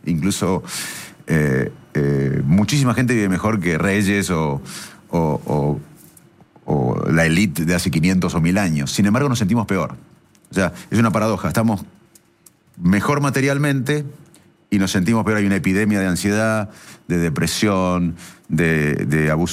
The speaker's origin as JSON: {"language": "Spanish", "town": "Salto", "region": "Buenos Aires Province", "country": "Argentina", "tie": "born there", "also_born_or_lived": "Arroyo Dulce / Cambridge", "moved": "yes", "said": "aprendí inglés de grande, porque por suerte en Arroyo Dulce y en Salto aprendí castellano."}